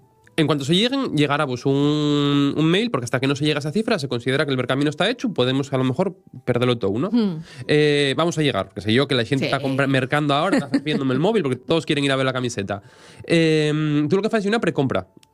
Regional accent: Asturias, Spain; A lo que somos, asturianos.

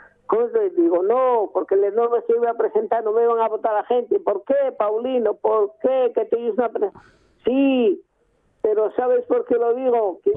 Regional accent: Asturias, Spain; born there; Yo creo que toda la gente que tuvieron aquí, que somos antiguamente no, que nacimos en el Valle del Nalón y lo apreciamos

